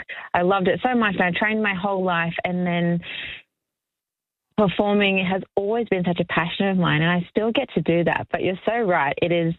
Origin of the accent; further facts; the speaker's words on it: Cairns, Queensland, Australia; Oh, honestly, I adored growing up in Cairns, and my very, very first concert was … at the Cairns Convention Centre when I think I might have been three.